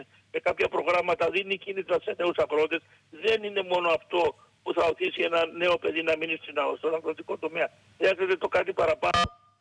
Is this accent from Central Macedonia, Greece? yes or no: no; Apolakkia, South Aegean, Greece; η Απολακιά, το χωριό μου που έχω την τιμή να είμαι και πρόεδρος